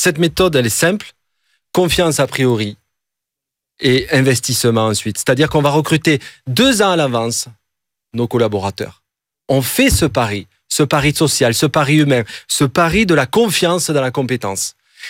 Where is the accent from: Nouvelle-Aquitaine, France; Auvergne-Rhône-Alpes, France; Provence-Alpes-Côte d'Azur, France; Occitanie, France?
Auvergne-Rhône-Alpes, France; Lyon; Je viens de Lyon et je viens de l'industrie française.